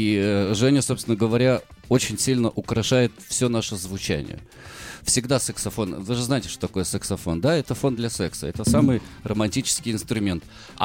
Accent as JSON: {"language": "Russian", "region": "Saint Petersburg", "country": "Russia", "said": "Нет, я из Санкт-Петербурга."}